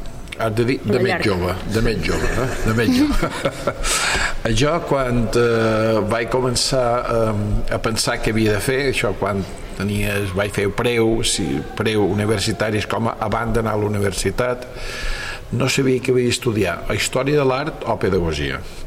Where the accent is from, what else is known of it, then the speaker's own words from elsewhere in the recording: Pollença, Balearic Islands, Spain; born there; also born or lived in Barcelona; quan era jove, jovenet, a Pollença se van fer les colònies d'estiu a Cala Murta.